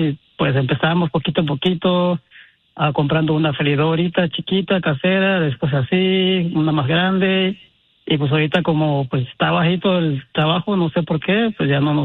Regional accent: Acapulco, Guerrero, Mexico; yo soy de un estado muy bonito y una ciudad más bonita que es el Acapulco, Guerrero

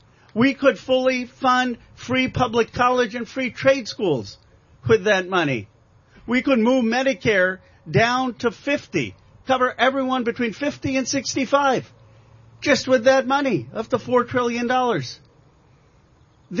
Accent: Pennsylvania, United States; but is working for the people I grew up with in Bucks County, Pennsylvania, is working for every American in every community.

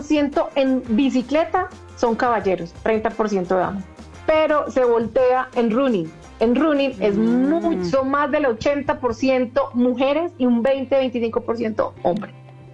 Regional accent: Colombia; nos conozcan como gente, como colombianos que somos

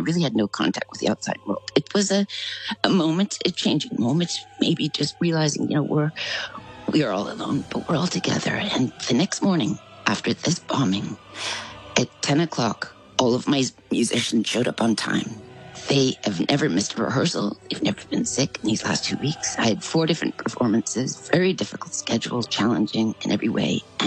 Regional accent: Canada; born or raised there

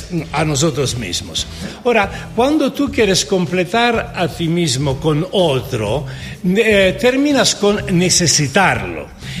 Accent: Italy; Spanish is a second language; moved away; Soy un pinche italiano, efectivamente.

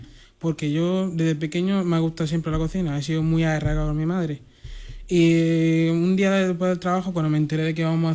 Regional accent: Senegal; now in Spain; algunos platos típicos de mi país, que soy de Senegal

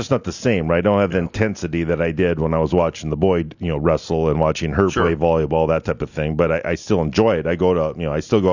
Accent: Barnesville, United States; A lot of people have moved into my hometown of Barnesville, right? A lot of new young couples from all over.

